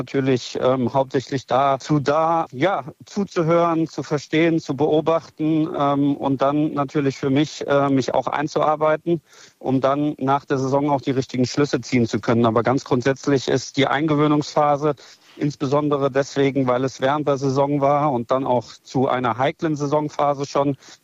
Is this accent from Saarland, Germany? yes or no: yes; Saarland, Germany; born there; natürlich einen Bezug zur SV Elversberg habe als gebürtiger Saarländer